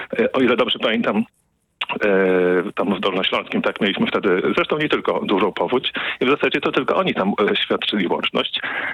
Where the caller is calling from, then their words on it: Łuków, Lublin Voivodeship, Poland; ja dzwonię z Łukowa.